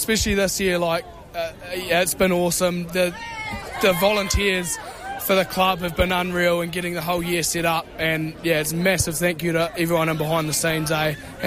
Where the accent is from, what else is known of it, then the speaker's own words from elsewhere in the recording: Rakaia, Canterbury, New Zealand; I grew up in Rakaia.